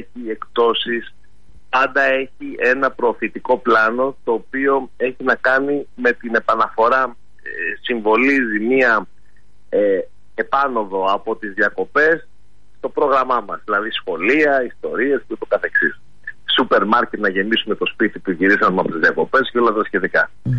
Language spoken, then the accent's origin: Greek; Greece; Εμείς εδώ στην Ελλάδα